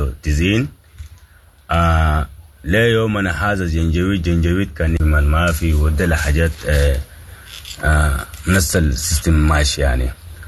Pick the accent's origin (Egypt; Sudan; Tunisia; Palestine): Sudan; الأغل برضو كان ما طبيعي لأنهم نحن سودانيين وأفارقة صحيح